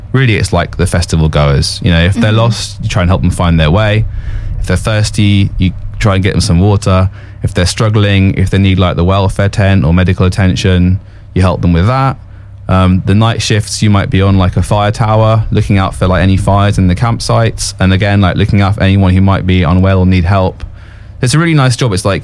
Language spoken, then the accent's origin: English; London, United Kingdom; I used to listen to loads of pirate radio stations growing up in London